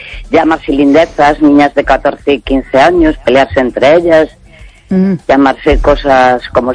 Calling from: Santiago de Compostela, Galicia, Spain; de Santiago.

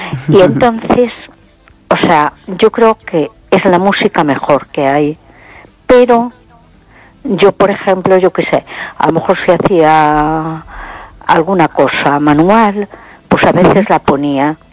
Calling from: A Coruña, Galicia, Spain; de Coruña.

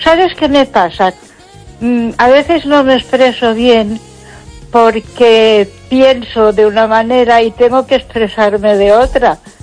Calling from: Ponferrada, Castile and León, Spain; de Ponferrada.

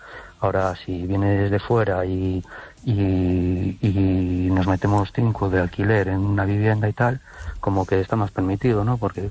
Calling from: Cologne, North Rhine-Westphalia, Germany

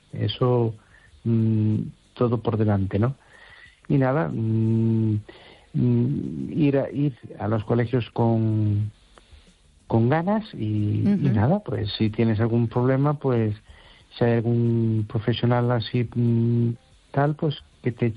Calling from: Amoeiro, Galicia, Spain; de Amoiro.

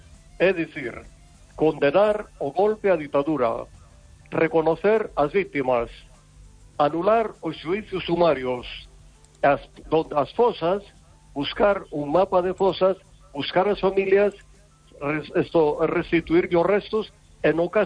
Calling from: Vigo, Galicia, Spain; Sí, vamos a ver

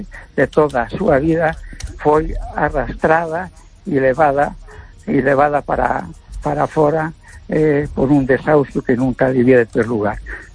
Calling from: A Coruña, Galicia, Spain; de Coruña.

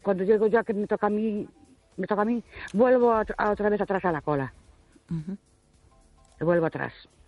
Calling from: Ourense, Galicia, Spain; Buenas noches. … de Ourense.

